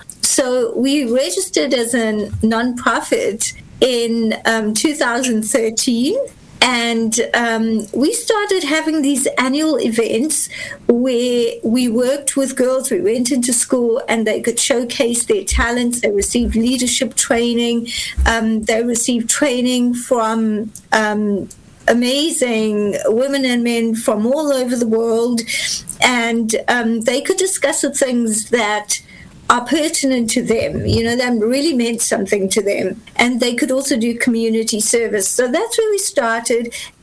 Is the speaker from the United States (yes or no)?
no; South Africa; We are sisters from South Africa